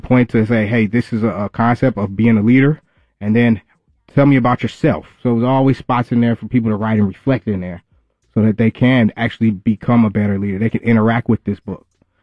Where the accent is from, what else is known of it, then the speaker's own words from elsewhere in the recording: Minneapolis, Minnesota, United States; now in Atlanta, United States; I grew up in Minneapolis, Southside, Minneapolis.